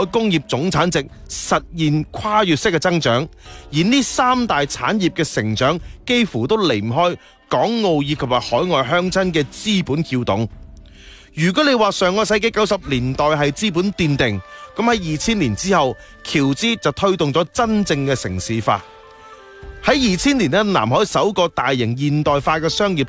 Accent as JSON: {"language": "Cantonese", "region": "Guangdong", "country": "China", "said": "西樵山是我们广东有名的风景名胜"}